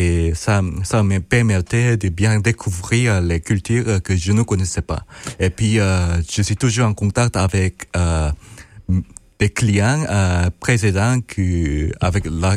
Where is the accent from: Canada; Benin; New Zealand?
New Zealand; moved away; also born or lived in South Korea; je suis né en Corée du Sud, mais je suis élevé en Nouvelle-Zélande.